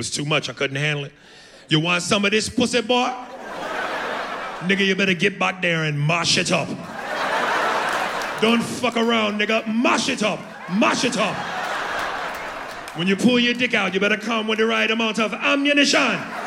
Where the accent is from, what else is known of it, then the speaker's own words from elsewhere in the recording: United States; Because I'm from America.